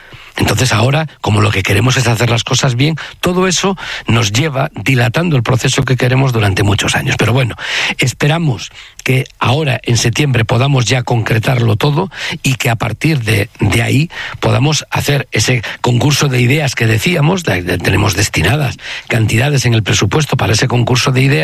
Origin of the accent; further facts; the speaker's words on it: El Bierzo, Castile and León, Spain; para mí, que soy del Bierzo